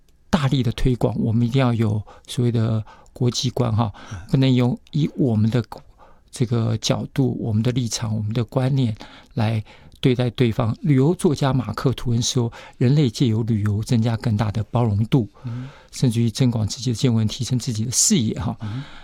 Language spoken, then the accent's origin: Chinese; Taiwan; 我们台湾人一对夫妻